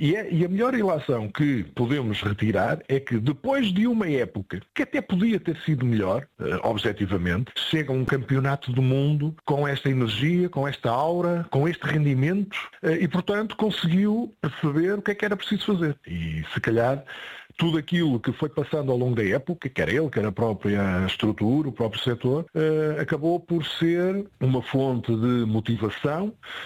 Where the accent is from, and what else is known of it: Portugal